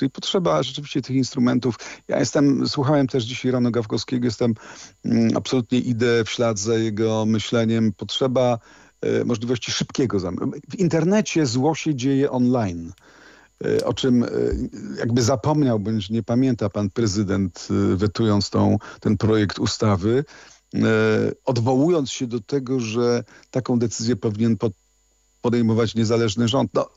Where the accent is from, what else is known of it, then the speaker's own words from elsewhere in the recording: Kraków, Lesser Poland, Poland; born there; now in Warsaw, Poland; Ja jestem krakowianinem z urodzenia, mieszkam w Warszawie